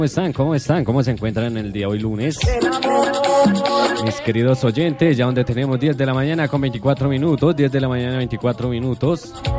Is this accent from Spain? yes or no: no; Colombia; Un poquito tarde como buen colombiano.